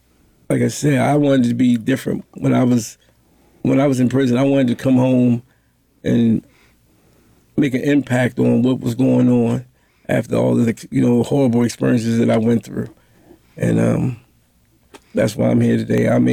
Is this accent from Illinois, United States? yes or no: no; Baltimore, Maryland, United States; Yeah, I was born in Baltimore, around the Poplar Grove area. Grew up.